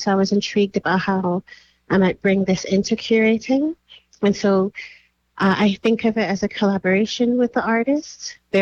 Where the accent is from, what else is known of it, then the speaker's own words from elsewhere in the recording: Lagos, Nigeria; moved away as an adult; now in Halifax, Canada; I've lived since I was 23 years old. I come from Nigeria. I was born and raised in Lagos.